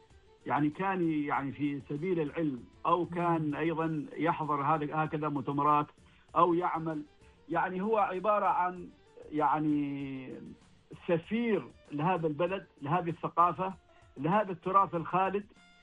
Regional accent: Oman; بمجرد ما أذكر إني من سلطنة عمان

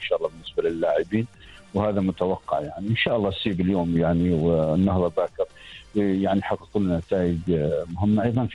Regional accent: Oman; هنا عندنا في عمان

